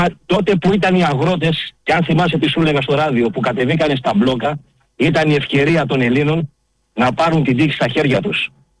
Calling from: Athens, Attica, Greece; από Αθήνα.

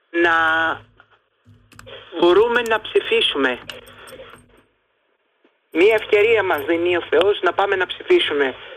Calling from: Aegina, Attica, Greece; Εγώ είμαι από την Έγινα

